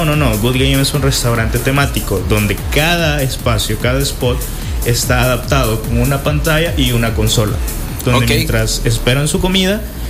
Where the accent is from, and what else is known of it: El Salvador